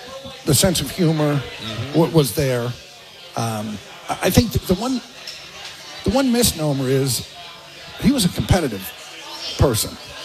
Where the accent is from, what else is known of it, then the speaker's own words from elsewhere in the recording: California, United States; I'm from California.